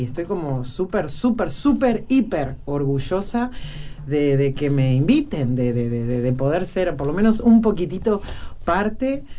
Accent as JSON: {"language": "Spanish", "region": "Montevideo", "country": "Uruguay", "tie": "born there", "also_born_or_lived": "Fray Bentos, Uruguay", "accent": "Fray Bentos (canario)", "moved": "yes", "said": "Soy del Jacinto Vera, entonces claro, hay mucho carnaval ahí, mucho tablado, mucho vecino carnavalero, y ahí fui como mamando de costadito otras cosas que en mi familia no, pero en el barrio sí. Y después, bueno, cuando me fui a Fray Bento"}